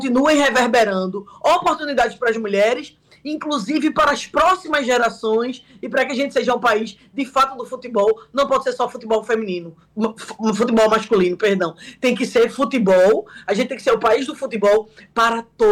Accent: Brazil; a gente é brasileira

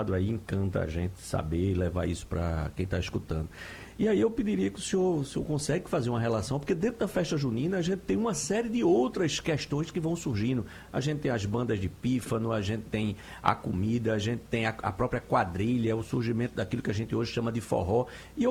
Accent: Northeast Region, Brazil; Sou nordestino, apaixonado por festa junina, por comida de milho, por tudo.

